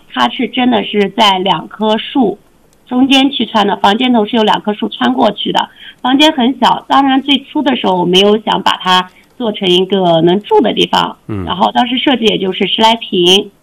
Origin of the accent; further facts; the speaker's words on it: Xinjiang, China; moved away as an adult; now in Ili, China; 我是嫁到伊犁来的，我本身不是这个地方土生土长的人，然后我们家属于南疆，它是更多的是人文风情以及沙漠戈壁这样的景观，以及雅丹地貌呀这些的，比较大开大合。